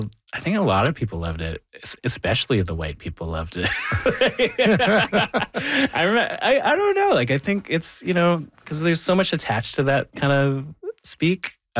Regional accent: Thunder Bay, Ontario, Canada; and I bring that back even to growing up in Thunder Bay

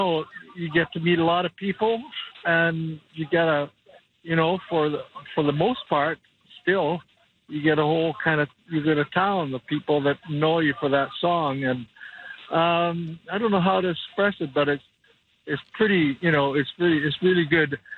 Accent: Pender Harbour, British Columbia, Canada; I actually, yeah, I'm a coastal boy. I was born in Tender Harbor up the Sunshine Coast. My dad was a logger, then a fisherman. So I come from that culture.

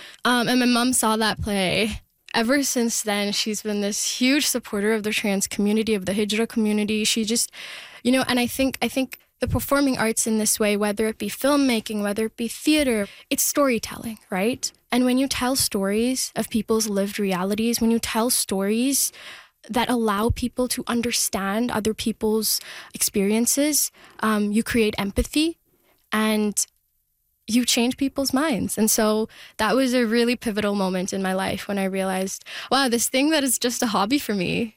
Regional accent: India; first language Telugu; English is a second language; media, which is, again, my native language. In Telugu media, they still put on plays.

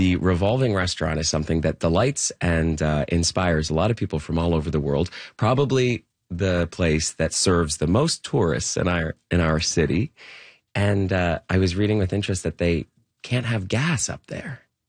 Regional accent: Whitby, Ontario, Canada; I remember growing up in Whitby, there's this high hill on Manning Street in Whitby for anybody who is in Durham region and knows that spot.

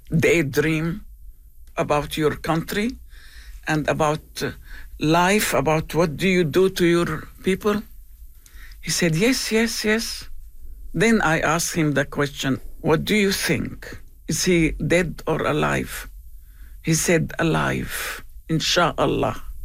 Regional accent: Damascus, Damascus Governorate, Syria; I'm from Damascus

